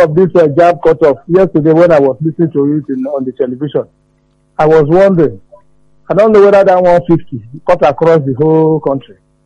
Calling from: Ologun, Nigeria; I'm calling you from Ologun.

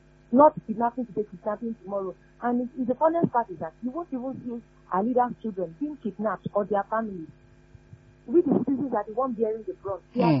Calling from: Ibadan, Oyo, Nigeria; I'm calling from Bodija.

